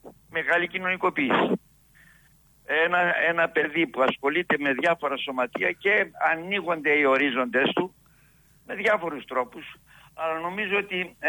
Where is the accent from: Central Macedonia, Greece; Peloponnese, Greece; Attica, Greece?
Central Macedonia, Greece; Agios Georgios; now in Thessaloniki, Greece; από το 1962 συγκεκριμένα, όταν ήρθα στη Θεσσαλονίκη από το χωριό μου, από τον Άγιο Γεώργιο Βερίας